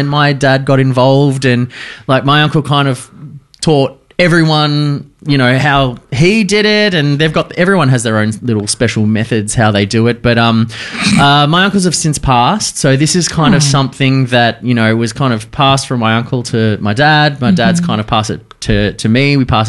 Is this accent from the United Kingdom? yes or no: no; Australia; And look, we're all Aussie as they come, whatever that means.